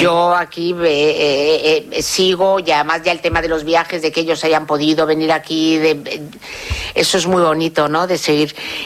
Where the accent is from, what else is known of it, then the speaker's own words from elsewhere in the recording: Spain; es como, sí, soy española, pero.